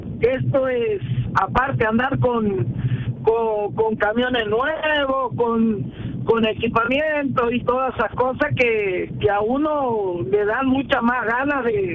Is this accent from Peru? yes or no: no; Argentina; now in Málaga, Spain; Yo soy argentino, soy.